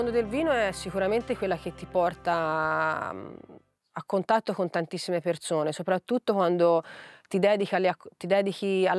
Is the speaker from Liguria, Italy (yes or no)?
no; Bolgheri, Tuscany, Italy; Io sono nata e cresciuta a Bolgheri, nella campagna bolgherese, dove la mia famiglia è arrivata negli anni 50, quando mio nonno acquistò dei terreni dal marchese Incisa della Rocchetta, come tantissime altre famiglie marchigiane